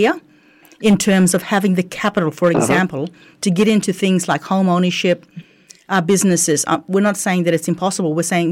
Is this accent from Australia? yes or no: yes; Western Australia, Australia; me and Mitch are in the Kimberley, and we're from the Kimberley